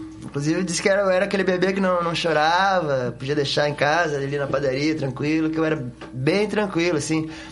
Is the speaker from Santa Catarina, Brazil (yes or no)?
yes; Blumenau, Santa Catarina, Brazil; now in Curitiba, Brazil; nasci aqui, mas minha família não é daqui, né? Meu pai, na época, foi transferido para cá e aí eu acabei... Que nasci aqui, depois logo voltei para Santa Catarina e fui criado em Santa Catarina, né?